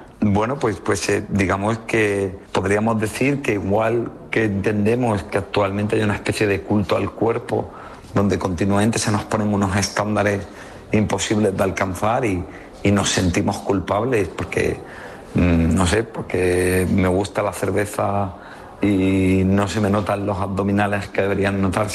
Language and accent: Spanish; Granada, Andalusia, Spain; Soy de Granada, en Granada decimos muchas palabrotas